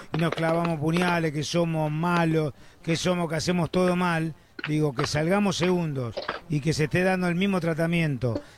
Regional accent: Argentina; orgulloso como argentino, orgulloso como deportista

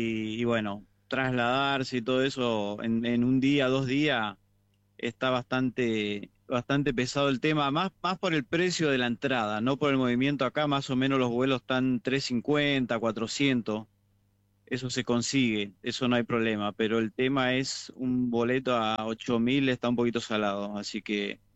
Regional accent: Goya, Corrientes, Argentina; now in Atlanta, United States; Hola, Reinaldo, soy de Goya, Corrientes, y vivo acá en Atlanta hace 25 años.

